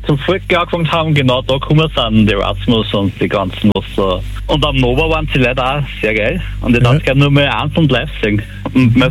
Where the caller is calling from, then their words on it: Lower Austria, Austria; Niederösterreich.